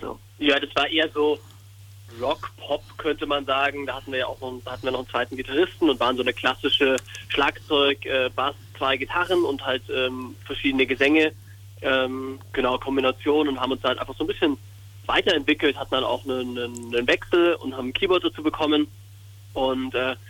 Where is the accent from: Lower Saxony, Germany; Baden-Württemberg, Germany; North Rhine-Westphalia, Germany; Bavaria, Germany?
Bavaria, Germany; Germering; Ich komme aus Germering, aber das ist nur ein Katzensprung.